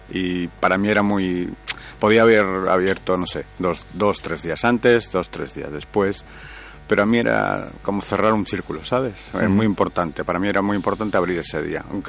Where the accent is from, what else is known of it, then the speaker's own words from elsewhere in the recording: Galicia, Spain; Un ferrolterrano. Yo me llamo un ferrolterrano porque al final no soy de Ferrol.